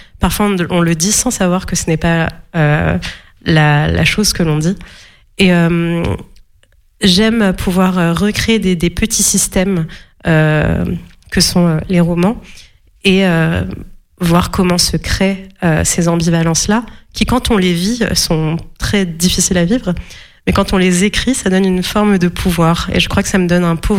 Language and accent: French; Morocco; moved away as an adult; now in France; Moi, j'ai grandi au Maroc, donc j'ai aussi raconté le monde qui était le mien jusqu'à mes 18 ans quand je me suis installée en France.